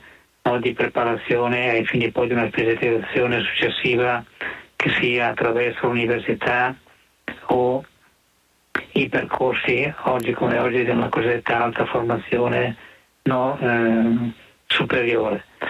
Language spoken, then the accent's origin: Italian; Lombardy, Italy; come si usa dire dalle mie parti lombarde